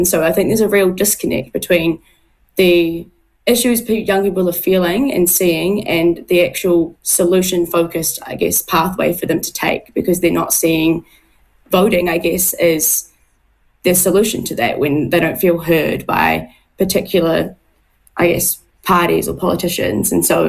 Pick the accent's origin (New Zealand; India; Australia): New Zealand; Tauranga, Bay of Plenty; now in Wellington, New Zealand; I'm from Tauranga